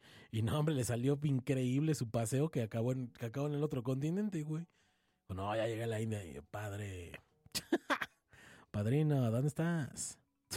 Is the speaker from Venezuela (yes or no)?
no; Mexico